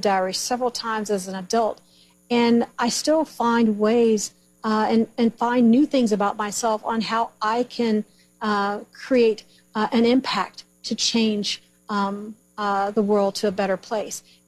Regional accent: Houston, Texas, United States; born or raised there

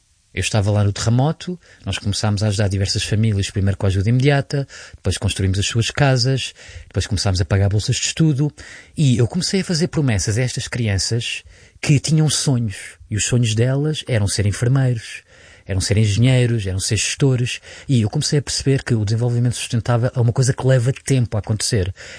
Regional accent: Portugal; a minha terra, Portugal. Eu sou português com muito orgulho

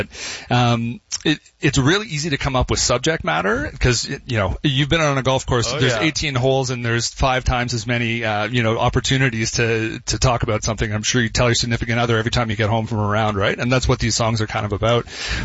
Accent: Ottawa, Ontario, Canada; We're from Ottawa, I'm from Ottawa.

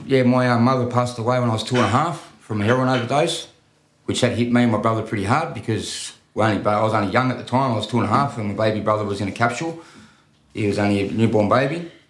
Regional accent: Redfern, New South Wales, Australia; I'm from Redfern, Yorra and Gadigal, man.

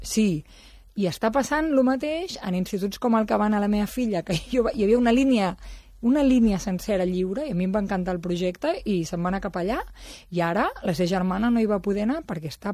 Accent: Barcelona, Catalonia, Spain; Jo soc de Sant Martí

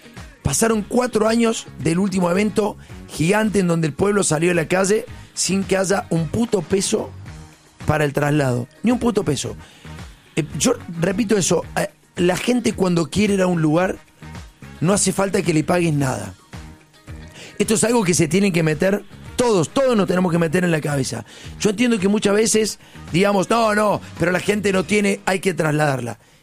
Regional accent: Argentina; lo que somos verdaderamente los argentinos

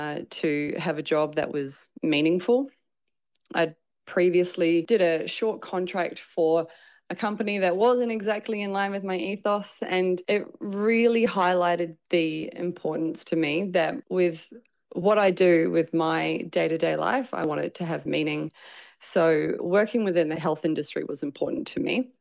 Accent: New Zealand; moved away as an adult; now in Melbourne, Australia; I am a New Zealander that moved over when I was quite young. I was about 19 when I got here, and I just fell in love with Melbourne.

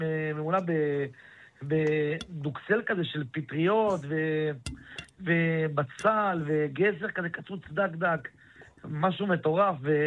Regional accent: Zakho, Kurdistan Region, Iraq; now in Israel; אנחנו באנו מעיראק.

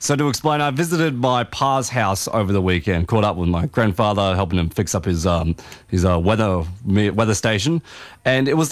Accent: Central Coast, New South Wales, Australia; moved away; I went back to my hometown of the Central Coast

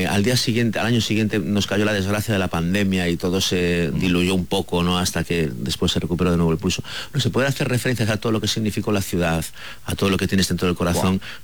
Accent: Sanxenxo, Galicia, Spain

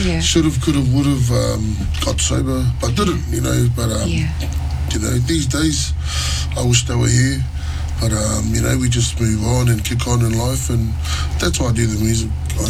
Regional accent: Mangere, Auckland, New Zealand; also born or lived in Sydney, Australia; I'm born in Australia, so in Sydney, but grew up in Mangere, and yeah.

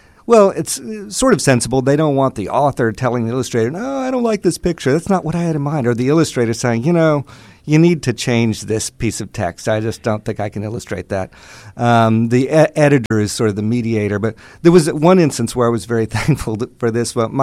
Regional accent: Dallas, Texas, United States; I grew up in Dallas. Bohemian artists, wolves for parents, and they knew a lot of artists who were a lot of really interesting people

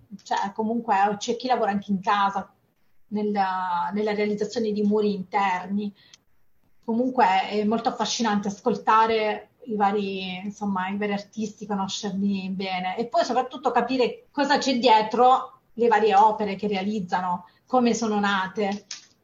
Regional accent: Apulia, Italy; now in Milan, Italy; io sono pugliese, come appunto si può sentire

